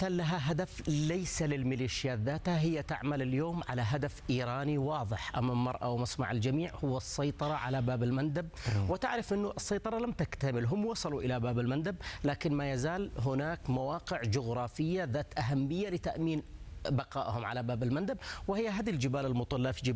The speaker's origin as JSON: {"language": "Arabic", "country": "Yemen", "said": "عندنا في اليمن"}